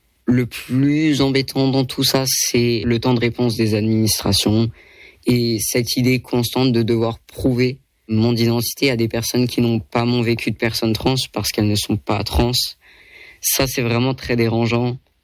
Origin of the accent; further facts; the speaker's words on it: France; born there; c'est facilité par le fait que je suis français, je suis né en France.